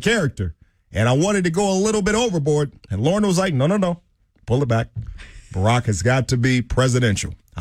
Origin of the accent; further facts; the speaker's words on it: Chicago, Illinois, United States; I'm from Chi-Town, baby.